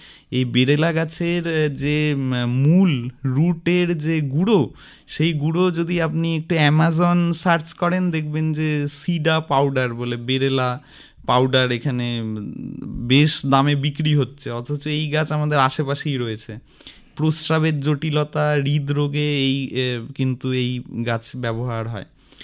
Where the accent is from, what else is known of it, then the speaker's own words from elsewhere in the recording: West Bengal, India; মূলত আমরা যারা উত্তরবঙ্গের বাসিন্দা